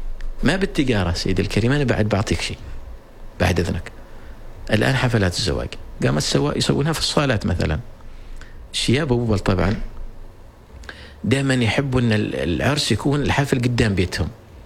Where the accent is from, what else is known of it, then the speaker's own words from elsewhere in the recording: Oman; أنا كعماني أبيع القهوة العمانية